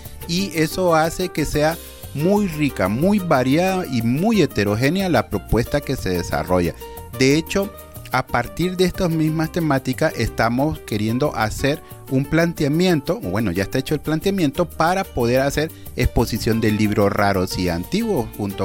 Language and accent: Spanish; Honduras; la obra la sentimos como hondureña, como propia